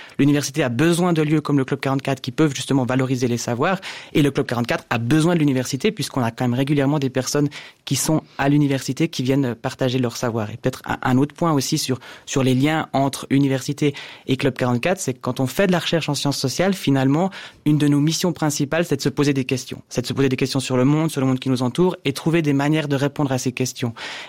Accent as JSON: {"language": "French", "town": "Mettembert", "region": "Jura", "country": "Switzerland", "tie": "born or raised there", "moved": "as an adult", "said": "J'ai grandi dans le Jura, dans un petit village qui s'appelle Mettembert. Et puis ensuite, je suis allé habiter à Neuchâtel pour mes études à l'université."}